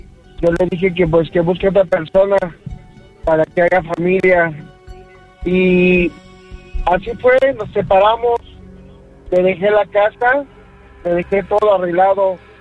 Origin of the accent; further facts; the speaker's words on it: Mérida, Yucatán, Mexico; Bueno, yo soy de Mérida, Yucatán. Aquí la conocí.